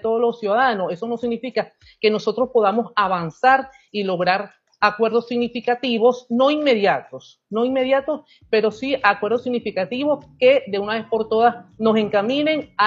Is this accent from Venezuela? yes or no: yes; Venezuela; la transición que vivimos los venezolanos en el año 58.